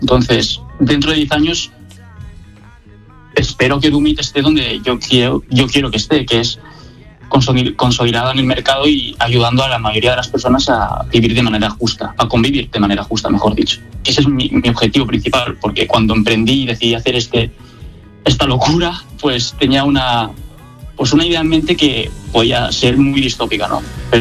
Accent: Alcoy, Valencian Community, Spain; now in Valencia, Spain

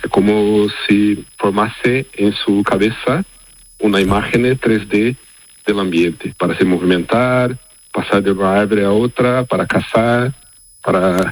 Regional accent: Brazil; Spanish is a second language; Yo estaba en máster en Brasil, yo soy brasileño.

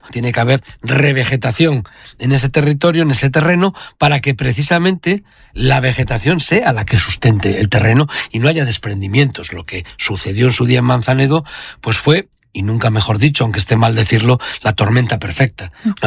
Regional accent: Bembibre, Castile and León, Spain; lo mejor de todo es cuando salgo de Madrid y digo, me voy para mi tierra. Yo vivo en Bembibre.

